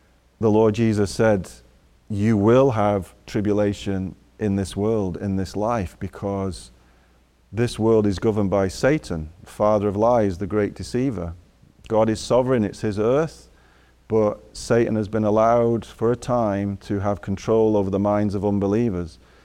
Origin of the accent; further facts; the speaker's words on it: England, United Kingdom; You know, Gary, I'm from England, as you announced at the start